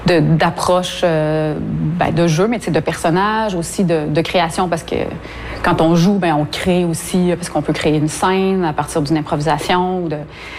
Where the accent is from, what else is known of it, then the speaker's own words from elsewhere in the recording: Quebec, Canada; on est Québécois